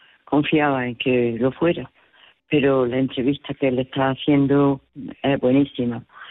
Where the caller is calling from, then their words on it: Granada, Andalusia, Spain; de Granada.